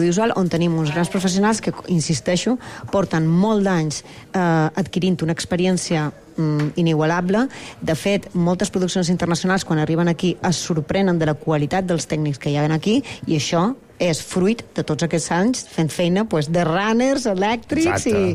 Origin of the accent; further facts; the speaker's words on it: Balearic Islands, Spain; Som de Balears, perquè tots els de Balears són prescriptors en aquest esdeveniment.